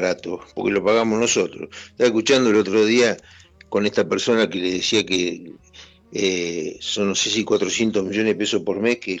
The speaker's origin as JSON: {"language": "Spanish", "town": "Rosario", "region": "Santa Fe", "country": "Argentina"}